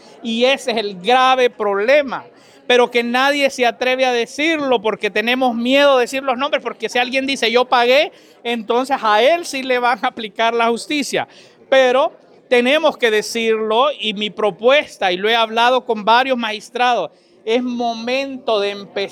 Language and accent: Spanish; Honduras